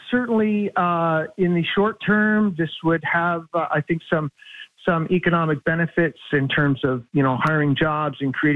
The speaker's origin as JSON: {"language": "English", "region": "New Brunswick", "country": "Canada", "said": "I'm from New Brunswick, and we all remember what happened with the frigate program where we built these warships in New Brunswick."}